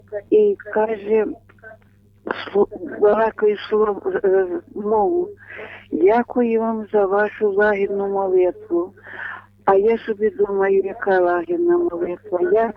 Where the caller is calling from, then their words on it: Khmelnytskyi Oblast, Ukraine; мені вже 92 роки, 93 рік. Я з Хмельниччини.